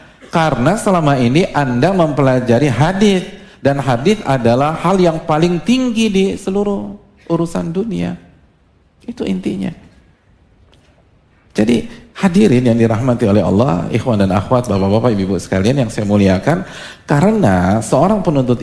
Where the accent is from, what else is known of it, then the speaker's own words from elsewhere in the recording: Jakarta, Indonesia; Saya dari kecil sampai SMA itu di Jakarta, omongannya logo-logo.